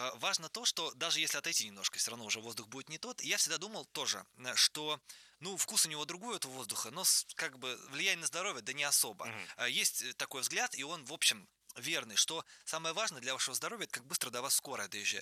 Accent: Chernogolovka, Moscow Oblast, Russia; now in Moscow, Russia; я как раз вырос в Подмосковье, в Черноголовке.

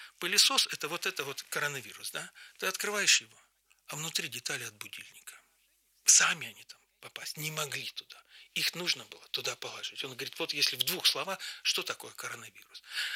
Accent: Pavlovsk, Voronezh Oblast, Russia; Я сейчас как бы работаю рекламным агентом моего родного города Павловска, Воронежской области.

